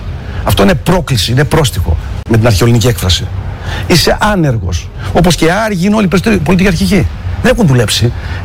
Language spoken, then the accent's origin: Greek; Greece; Εγώ ούτε δεξιός είμαι ούτε ψευτοαριστερός. Εγώ είμαι Έλληνας πατριώτης.